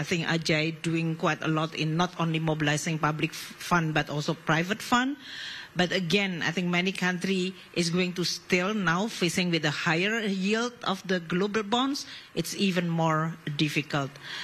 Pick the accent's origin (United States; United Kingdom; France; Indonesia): Indonesia; English is a second language; I mean, I come from Indonesia, archipelago country with very obvious this climate change implication.